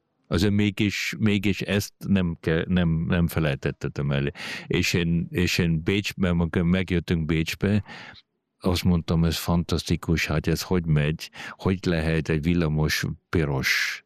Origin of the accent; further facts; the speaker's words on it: Vienna, Austria; first language Hungarian; Mi csak otthon csak magyarul beszéltünk, és egy bécsi iskolákba mentem, azért ott a családban nagyon fontos volt, hogy tanultam is magyarul